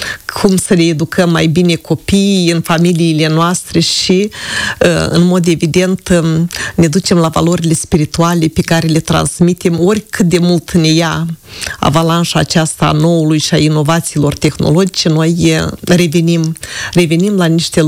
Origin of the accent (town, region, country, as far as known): Moldova